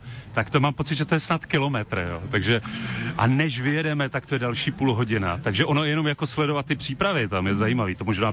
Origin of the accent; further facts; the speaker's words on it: Znojmo, South Moravian Region, Czechia; jsem ze Znojma a mám tady spoustu přátel